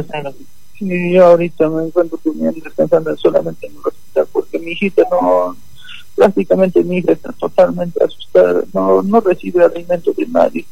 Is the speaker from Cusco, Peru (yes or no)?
yes; Cusco, Peru; yo soy de Cusco, de la provincia de Canchis.